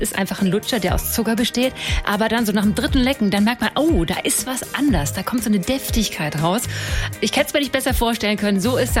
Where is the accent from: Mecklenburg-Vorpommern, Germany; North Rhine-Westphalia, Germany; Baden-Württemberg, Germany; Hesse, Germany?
Hesse, Germany; Also ich komme aus Nordhessen.